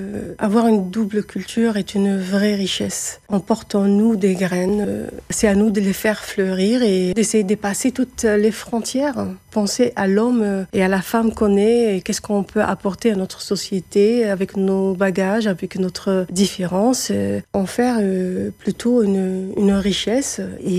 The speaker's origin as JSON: {"language": "French", "town": "Algiers", "region": "Algiers Province", "country": "Algeria", "tie": "born or raised there", "moved": "yes", "said": "J'ai grandi à Alger, je ne parle pas bien le Kabyle, mais j'adore cette culture, ça m'a nourrie."}